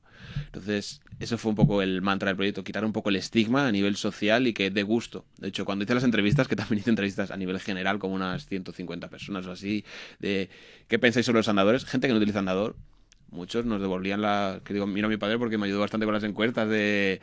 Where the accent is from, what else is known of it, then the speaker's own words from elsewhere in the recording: Fuenlabrada, Community of Madrid, Spain; soy de aquí de Fuenla.